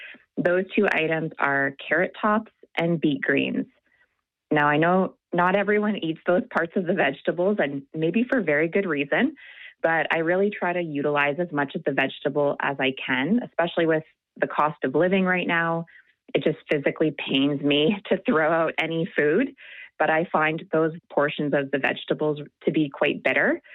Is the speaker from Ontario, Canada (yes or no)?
yes; Kitchener, Ontario, Canada; I'm from Kitchener, Ontario, Canada.